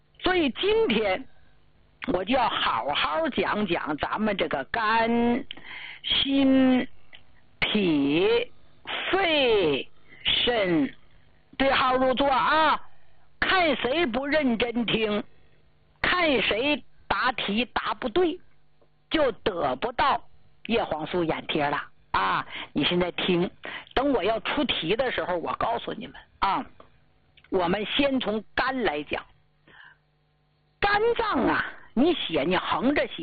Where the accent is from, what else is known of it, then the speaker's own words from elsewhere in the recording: Northeast China, China; 其实对于我们老年人来说是好事儿，对于咱们东北人来说也是好事儿